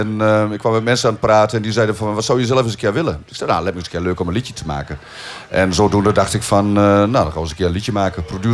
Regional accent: Gelderland, Netherlands; accent: Achterhoeks; Ja, en dialect natuurlijk. Gewoon Achterhoeks. We komen allemaal uit dezelfde regio.

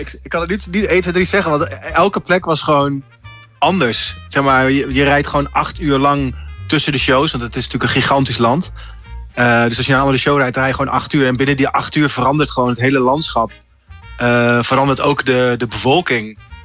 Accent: Emmen, Drenthe, Netherlands; We komen natuurlijk zelf uit Emmen.

